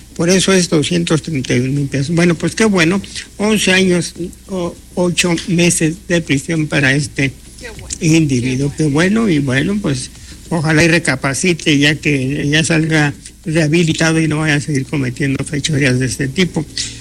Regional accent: Tayoltita, Durango, Mexico; moved away; allá en Tayoltita, en mi tierra

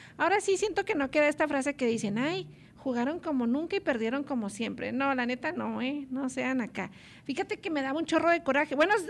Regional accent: Mexico; Así somos los mexicanos

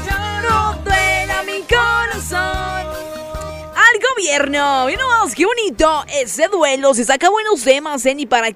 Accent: Durango, Mexico; no soy Santiago Bosquero, soy 100%, no, soy 1000% lacrán, trabajo en Santiago, pero soy de Durango.

